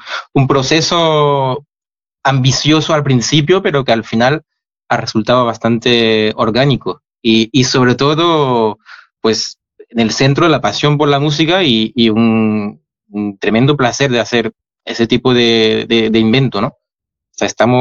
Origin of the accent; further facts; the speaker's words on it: France; Spanish is a second language; porque yo soy francés, empecé con el piano clásico y bueno, no, o sea, en mi familia no, nadie es de España, no, nadie tiene que ver con el flamenco